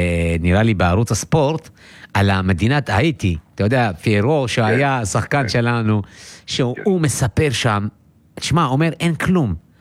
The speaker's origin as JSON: {"language": "Hebrew", "town": "Arad", "region": "Southern District", "country": "Israel", "said": "אני גם מערד"}